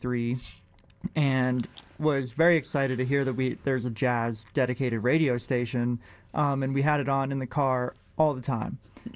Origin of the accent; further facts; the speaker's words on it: California, United States; also born or lived in Maryland; now in Denver, United States; Yeah, I moved originally. Here from California, but I was born in Maryland.